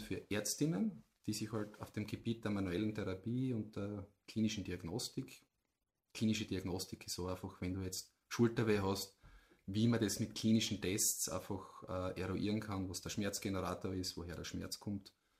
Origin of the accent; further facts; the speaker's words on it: Eibiswald, Styria, Austria; Wenn ich sage, ich komme aus Eibiswald, dann schauen wir mal an und denken sie, wo ist das? Dann könnte ich sagen, naja, das ist südlich von Graz